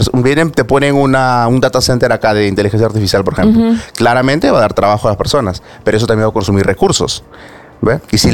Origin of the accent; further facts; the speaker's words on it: Lima, Peru; Yo vengo de Villasalor